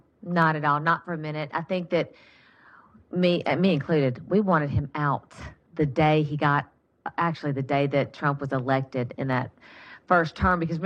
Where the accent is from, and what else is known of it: Louisiana, United States; born or raised there